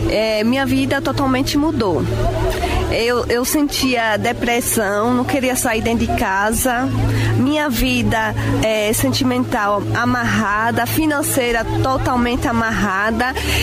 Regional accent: São Paulo, Brazil; São Paulo.

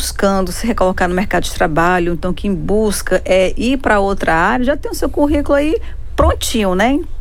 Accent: Brazil; Somos brasileiros

